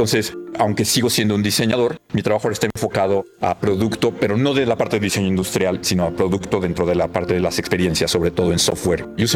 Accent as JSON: {"language": "Spanish", "country": "Mexico", "moved": "as an adult", "said": "Bueno, yo soy un mexicano que se fue de México hace ya casi 20 años."}